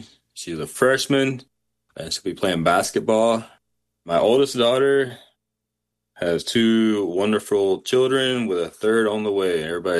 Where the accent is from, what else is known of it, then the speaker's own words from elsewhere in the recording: Georgia, United States; born there; now in Minnesota, United States; I was born in Georgia, so I've always been a huge Georgia Bulldog fan.